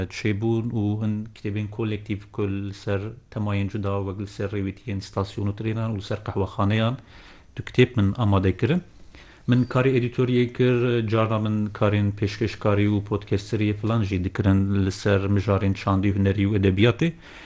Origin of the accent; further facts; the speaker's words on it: Bismil, Diyarbakır Province, Turkey; ez bixwe asli xwe ji Mêrdînê me lê li Bismilê ji dayîk bûm û mezin bûm.